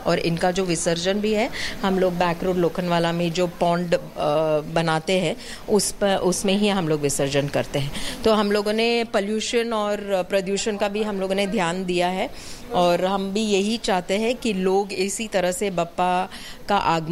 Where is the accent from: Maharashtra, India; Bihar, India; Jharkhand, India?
Maharashtra, India; Mumbai; now in Chandigarh, India; मैं मुंबई में ही पली बड़ी हूँ and my husband is a Maharashtrian